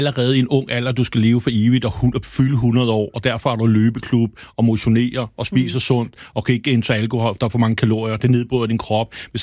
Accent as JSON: {"language": "Danish", "town": "Herlev", "region": "Capital Region of Denmark", "country": "Denmark", "tie": "born or raised there", "said": "jeg voksede op i Herlev, hvor der altid var røvfuld."}